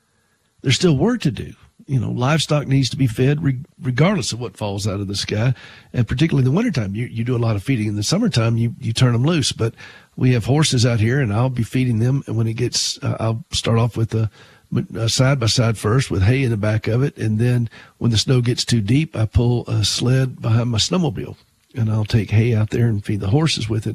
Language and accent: English; the South, United States; now in Montana, United States; growing up in the South, snow was a rare occurrence